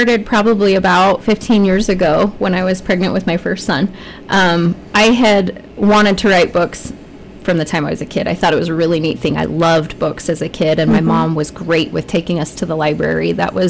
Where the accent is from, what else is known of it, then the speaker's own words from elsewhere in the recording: Idaho, United States; also born or lived in Las Vegas, Nevada; My parents moved here in 1996, I believe, and came from Las Vegas. They're Idaho natives. I'm not. I was born in Las Vegas, so it was quite a shock to move here, but I transitioned well. I love it. I started school here.